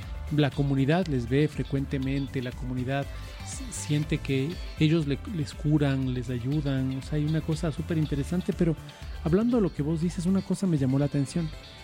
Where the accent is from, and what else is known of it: Quito, Pichincha, Ecuador